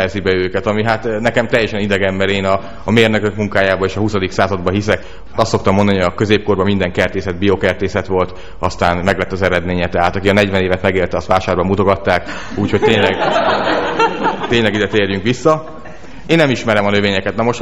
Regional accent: Great Hungarian Plain, Hungary; born there; Én az Alföldön születtem

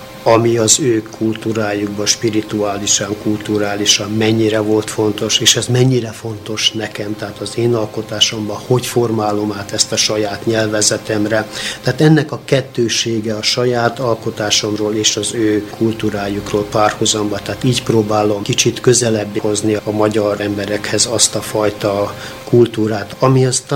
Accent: Vojvodina, Serbia; born there; vajdasági születésű vagyok, tehát egy úgymond határon kívüli, tehát délvidékről, ahol meg tudtam tapasztalni azt, hogy idegenként, illetve megtűrként élünk a saját földünkön.

